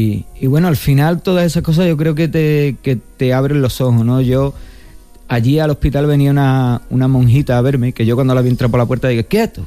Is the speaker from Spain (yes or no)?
yes; Palos de la Frontera, Andalusia, Spain; me iba, fíjate tú, qué curioso, de mi pueblo a Matalascaña.